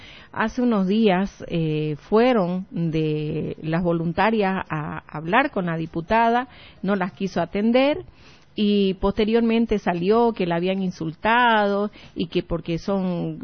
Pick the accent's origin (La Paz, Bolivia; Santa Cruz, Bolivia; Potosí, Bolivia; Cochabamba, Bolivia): Santa Cruz, Bolivia; nosotros como sociedad cruceña